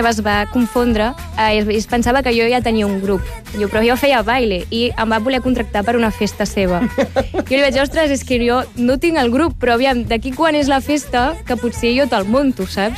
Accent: La Garriga, Catalonia, Spain; jo sempre soc de la Garriga i allà hi ha molta tradició rumbera

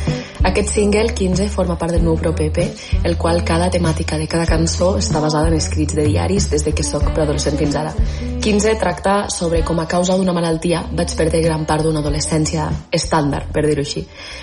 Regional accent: Andorra; soc una artista d'Andorra

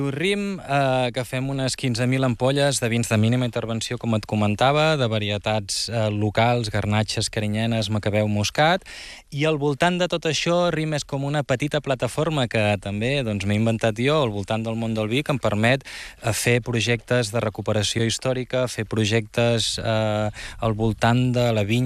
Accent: Girona, Catalonia, Spain; now in l'Albera, Spain; Jo soc de Girona, aquesta també és bona, i estic aquí a l'Albera visquent.

